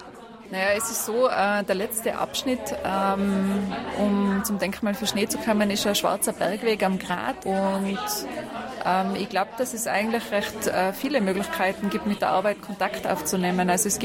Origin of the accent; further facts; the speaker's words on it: Tyrol, Austria; Also ich bin zum Beispiel in Tirol aufgewachsen und war noch nie auf einem Gletscher.